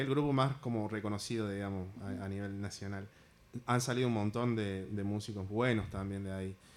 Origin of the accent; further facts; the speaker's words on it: Jujuy, Argentina; moved away as an adult; now in Córdoba, Argentina; ya vengo con la música desde Jujuy, digamos, desde chiquito.